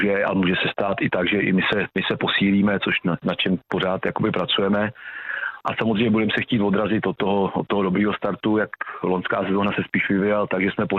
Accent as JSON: {"language": "Czech", "region": "Prague", "country": "Czechia", "tie": "born or raised there", "said": "když jsem byl, řeknu, malej, tak jsem původem z Prahy, tak jsem na Spartu s tátou chodil často"}